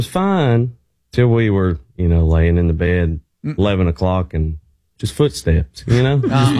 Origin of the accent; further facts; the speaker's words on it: Scottsboro, Alabama, United States; We're from Scottsboro.